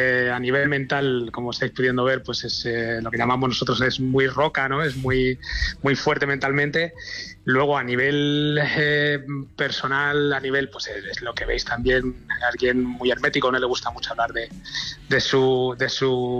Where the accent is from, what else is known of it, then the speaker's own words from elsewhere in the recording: Leganés, Community of Madrid, Spain; da la casualidad que yo también soy de Leganés, Rafa es de Leganés